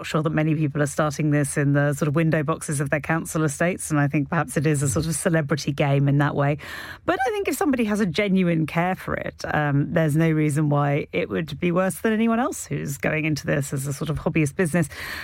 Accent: New Zealand

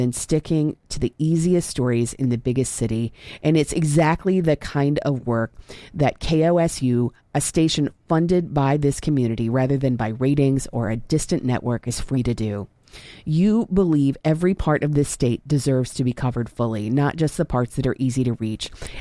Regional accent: Oklahoma, United States; I grew up in Oklahoma, and this state often gets covered with less scrutiny and respect than bigger states get.

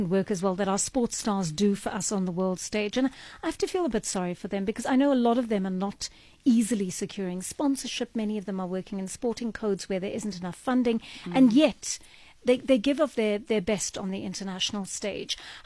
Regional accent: South Africa; how sport's going to help us get back into that sense of who we are as South Africans.

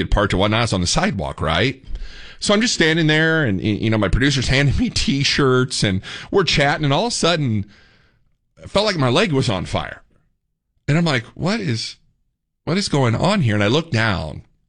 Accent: Fort Wayne, Indiana, United States; now in Texas, United States; so we came from Fort Wayne, Indiana, where the most dangerous thing you'd probably deal with was a mosquito.

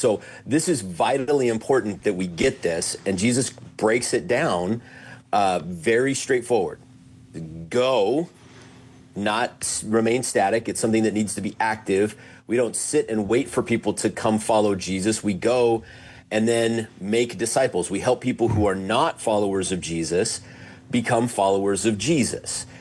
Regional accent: Oregon, United States; born or raised there; also born or lived in Washington / California / Idaho / Nevada; now in Sioux Falls, United States

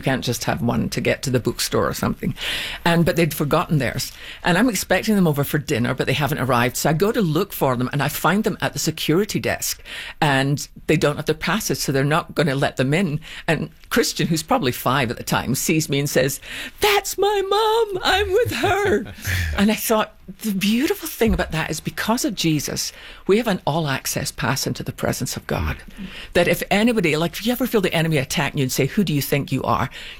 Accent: Scotland, United Kingdom; because we're Scottish. We just get on with life.

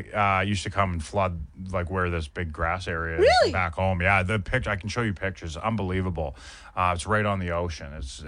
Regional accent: Vancouver, British Columbia, Canada; born or raised there

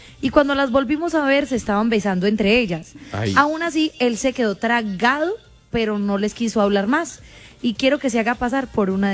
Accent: Caribbean Region, Colombia; no respondo si te queda gustando, soy la costeña.

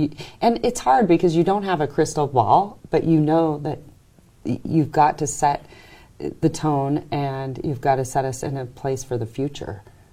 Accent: Reno, Nevada, United States; born or raised there

